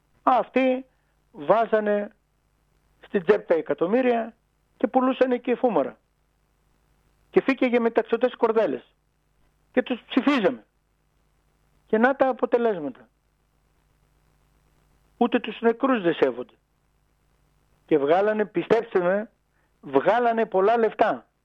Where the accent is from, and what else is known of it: Samos, North Aegean, Greece